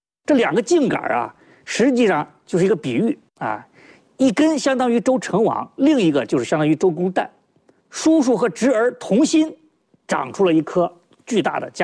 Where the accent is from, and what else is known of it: China